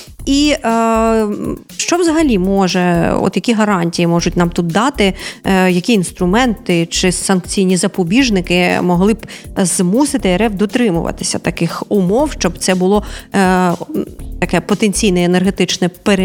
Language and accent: Ukrainian; Odesa, Odesa Oblast, Ukraine; ми, одесити, знаємо, що наша область одна з найбільш постраждалих в цьому питанні.